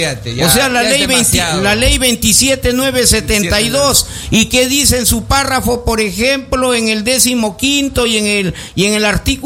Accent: Lambayeque, Peru; mi tierra Lambayeque.

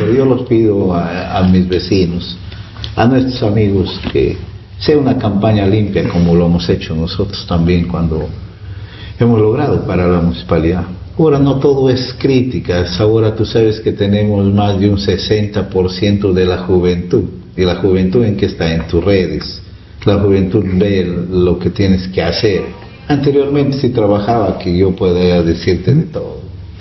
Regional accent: Jorobamba, Amazonas, Peru; Yo he sido alcalde en mi pueblo de Jorobamba

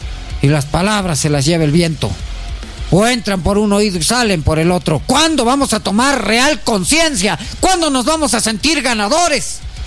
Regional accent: Peru; no valemos nada como peruanos, como ciudadanos.

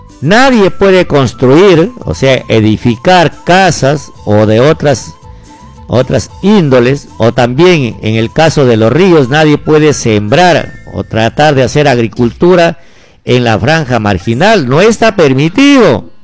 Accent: Bagua Grande, Amazonas, Peru; yo soy natural de Bagua Grande

